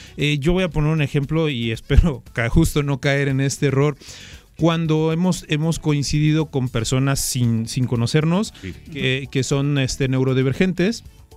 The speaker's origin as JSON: {"language": "Spanish", "town": "Acayucan", "region": "Veracruz", "country": "Mexico", "said": "yo soy de Acayucan. Uh-huh. Y aunque estamos en Veracruz, culturalmente la forma en la que nosotros nos expresamos en el sur, en el norte y en el centro es totalmente diferente."}